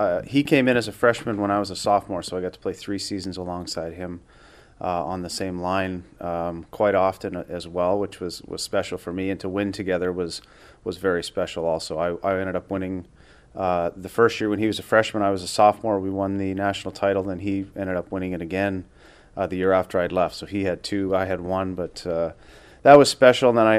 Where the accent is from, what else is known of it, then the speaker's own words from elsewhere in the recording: Wilcox, Saskatchewan, Canada; Yeah, I grew up in Wilcox, Saskatchewan.